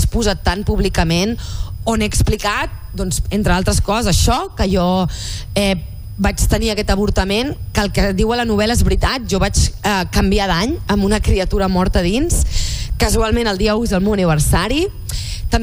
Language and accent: Catalan; Sant Feliu de Llobregat, Catalonia, Spain; Jo vaig començar a estudiar teatre a Sant Feliu de Llobregat, al meu poble, quan tenia 10 anys